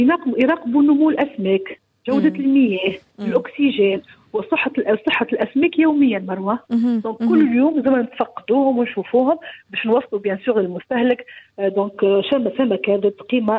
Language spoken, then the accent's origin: Arabic; Sahel, Tunisia; عندنا في الساحل نتاعنا